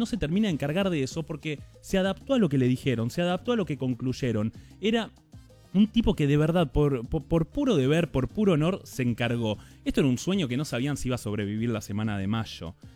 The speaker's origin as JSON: {"language": "Spanish", "country": "Argentina", "said": "yo prefiero perder como un argentino."}